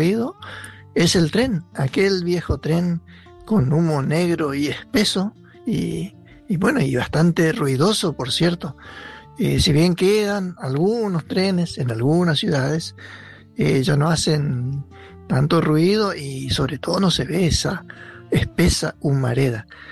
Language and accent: Spanish; Santa Fe, Argentina; del Chaco santafesino.